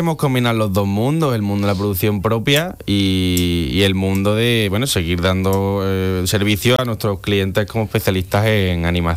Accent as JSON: {"language": "Spanish", "town": "Seville", "region": "Andalusia", "country": "Spain", "tie": "born or raised there", "said": "Yo nací en Sevilla y siempre he vivido en Sevilla, pero tengo familia cordobesa, abuelos de Córdoba primo y bastante."}